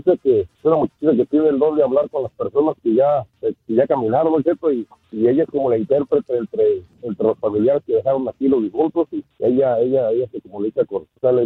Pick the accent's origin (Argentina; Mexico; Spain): Mexico; Michoacán; Soy michoacano